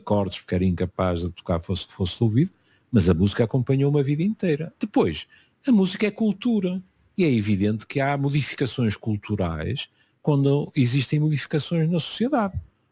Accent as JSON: {"language": "Portuguese", "town": "Porto", "region": "Norte", "country": "Portugal"}